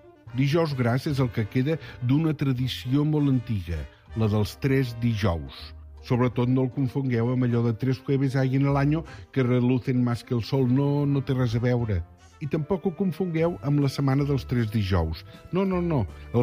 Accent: Catalonia, Spain; va deixar bona referència de com som els catalans

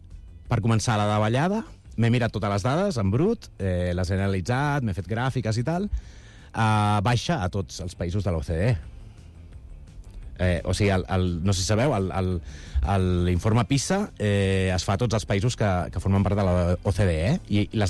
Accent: Catalonia, Spain; I clar, jo volia agafar aquest esperit, no?, que tenim com a catalans de no sé, del granet de sorra i de canviar el món

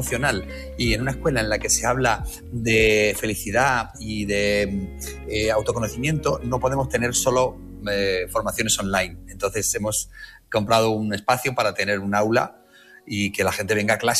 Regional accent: Marbella, Andalusia, Spain; yo soy de Marbella y en Málaga es donde acabamos de inaugurar un espacio precioso

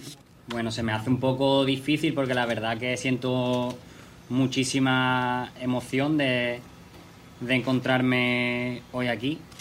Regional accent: Cádiz, Andalusia, Spain; aquí cerca en mi tierra, yo que me siento pues un embajador de ella, ¿no?, y me siento tan orgulloso de ser de Cádiz y soy un amante de la provincia

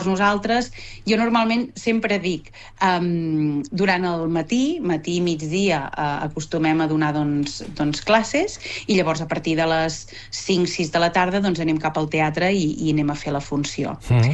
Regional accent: Olot, Catalonia, Spain; Com que jo sóc d'Olot

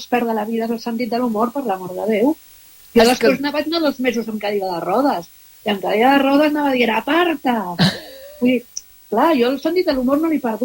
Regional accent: Poblenou, Catalonia, Spain

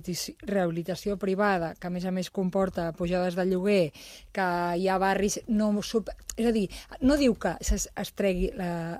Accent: Sant Martí, Catalonia, Spain; Jo soc de Sant Martí

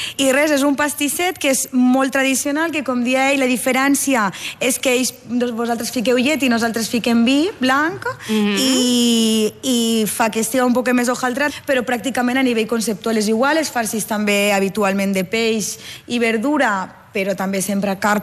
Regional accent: Valencian Community, Spain; Jo vinc de la Safor, vinc de les comarques centrals

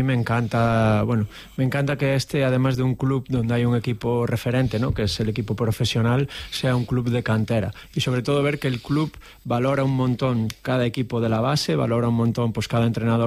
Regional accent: Santiago de Compostela, Galicia, Spain; now in La Seu d'Urgell, Spain; nací en Santiago de Compostela en un 3 de junio de 1980.

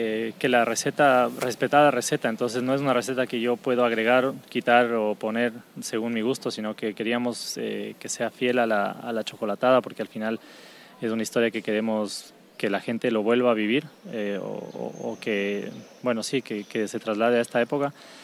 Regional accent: Ecuador; now in Castelldefels, Spain; Yo soy ecuatoriano también, así que es una historia bastante bonita porque es una buena coincidencia estar aquí en Castelldefels siendo ecuatoriano y que esta historia tenga un cacao ecuatoriano.

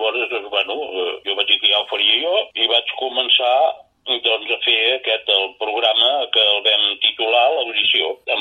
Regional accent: Montmeló, Catalonia, Spain; born there; Sí, jo vaig néixer a Montmeló. Vaig néixer doncs, el 7 de març del 1949.

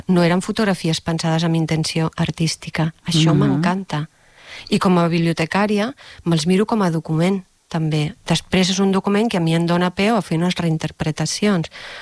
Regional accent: Catalonia, Spain; Jo he crescut i he nascut en el barri Bonavista, que en el seu moment es deia el Congo, que és un barri que va néixer l'any 62, on arriben les primeres famílies.

